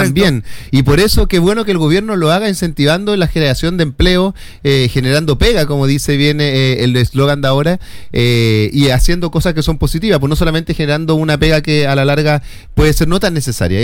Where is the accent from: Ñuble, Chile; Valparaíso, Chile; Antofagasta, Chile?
Antofagasta, Chile; de los que somos típicos de Antofagasta